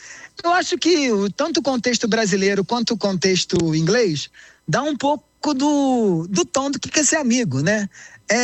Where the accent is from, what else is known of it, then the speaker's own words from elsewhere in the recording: Rio de Janeiro, Brazil; E eu venho de uma cidade, né? Eu sou carioca. Uhum. Eu venho de uma cidade onde os amigos são compartimentados, assim.